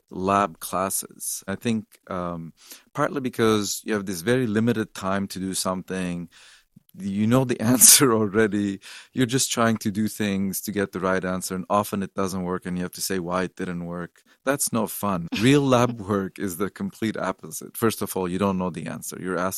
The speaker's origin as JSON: {"language": "English", "country": "Lebanon", "moved": "yes", "said": "I'm an immigrant from Lebanon of Armenian origin"}